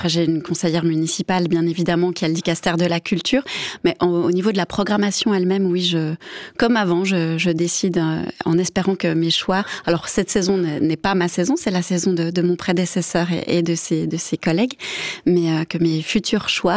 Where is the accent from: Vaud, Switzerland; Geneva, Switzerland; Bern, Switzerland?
Bern, Switzerland; Biel; Je viens quand même de Bienne.